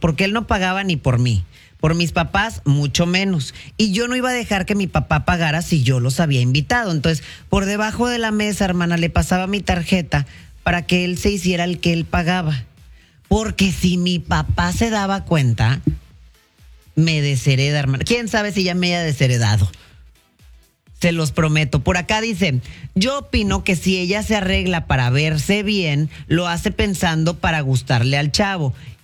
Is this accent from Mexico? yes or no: yes; Monterrey, Nuevo León, Mexico; also born or lived in Houston, United States; now in United States; yo nací en Houston, ¿no? Mis papás vivían en Houston, trabajaron mucho tiempo acá, en California, en La Pizca. Me crié en Monterrey. Después de que yo nací, decidieron regresar a México. Entonces, yo soy mexicana por mis papás y porque ahí me crié.